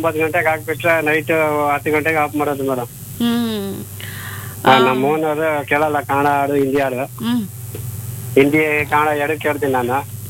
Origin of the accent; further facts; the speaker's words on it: Bengaluru, Karnataka, India; ಇಲ್ಲೇ ಮೇಡಮ್, ಚಿಕ್ಕ ವಯಸ್ಸಿನಿಂದ ಇಲ್ಲೇ ಇರೋದು.